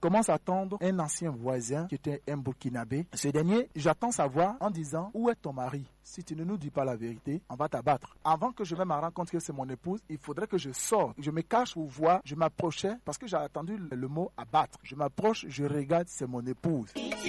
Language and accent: French; Dabou, Lagunes, Côte d’Ivoire; moved away as an adult; now in Cameroon; je viens de la Côte d'Ivoire, précisément de la ville de Dabou.